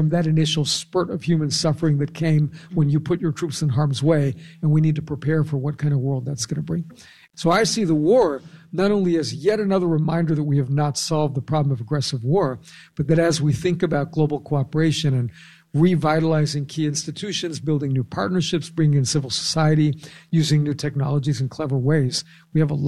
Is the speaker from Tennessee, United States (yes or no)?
no; California, United States; So in my home state of California